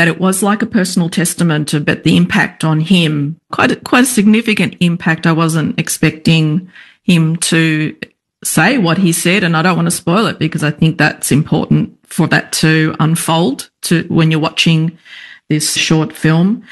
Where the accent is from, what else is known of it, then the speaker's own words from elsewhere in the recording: Box Hill, Victoria, Australia; as a Bombers fan as well as, you know, I grew up in Box Hill and they even reference the local footy team.